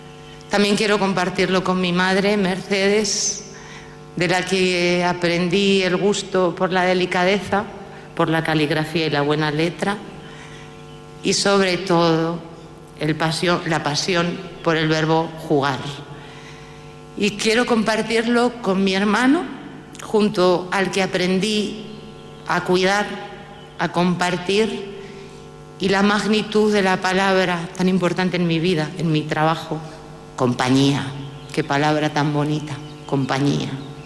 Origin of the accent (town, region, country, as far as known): La Rioja, Spain